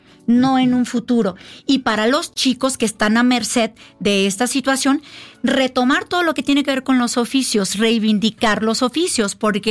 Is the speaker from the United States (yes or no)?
no; Michoacán, Mexico; Hay una familia más allá de la comunidad, de ahí es de donde yo vengo, y esta parte de Michoacán debe conocerse.